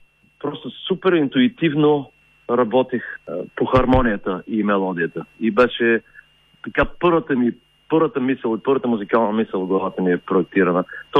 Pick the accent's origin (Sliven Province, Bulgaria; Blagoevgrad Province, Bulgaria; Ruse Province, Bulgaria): Blagoevgrad Province, Bulgaria; Gotse Delchev; moved away; also born or lived in Norway; Аз съм от Гоце Делчев и тъй като се прибрах тук заради майка ми да съм по-близо до нея, която навърши 90 години преди два дни, между другото. И тая е близо с Гърция и морето.